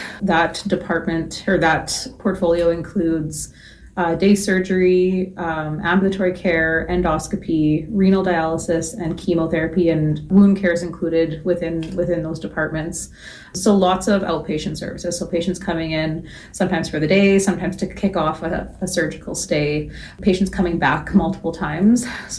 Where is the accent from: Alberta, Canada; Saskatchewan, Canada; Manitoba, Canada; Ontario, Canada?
Saskatchewan, Canada; Prince Albert; I'm originally from Prince Albert. Grew up here, did all of my schooling here. Moved to Saskatoon out of high school, did nursing school in Saskatoon, met my husband, who's also from Prince Albert. We lived for about 10 years in Saskatoon, and then we moved back here